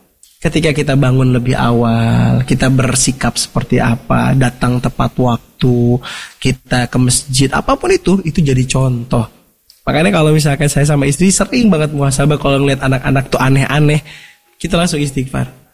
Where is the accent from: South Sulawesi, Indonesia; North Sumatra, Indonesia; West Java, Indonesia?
West Java, Indonesia; Bandung; saya kan orang Bandung. Sekolah di Gontor, di Jawa Timur.